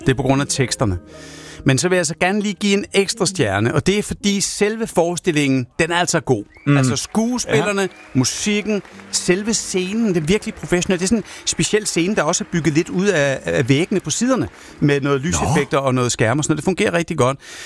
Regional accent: Zealand, Denmark; Vi er fra Falster.

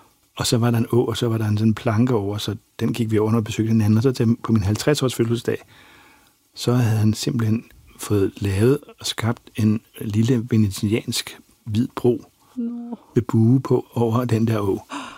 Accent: Bornholm, Capital Region of Denmark, Denmark; jeg var jo bornholmer

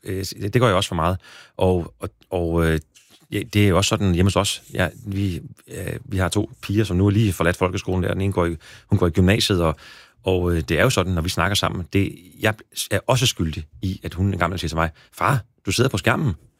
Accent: Næstved, Zealand, Denmark; Jamen, jeg var blevet konfirmeret, købte jeg et brugt stereoanlæg der hjemme på Kildemarks fra i Næstved.

